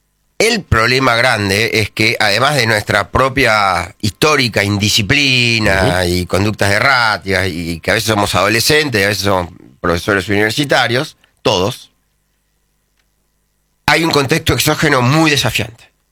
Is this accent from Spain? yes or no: no; Argentina